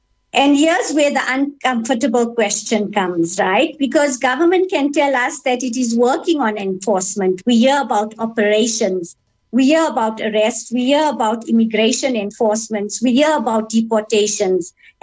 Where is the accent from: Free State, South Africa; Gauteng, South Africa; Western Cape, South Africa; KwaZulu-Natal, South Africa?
Gauteng, South Africa; East Rand; I grew up on the East Rand.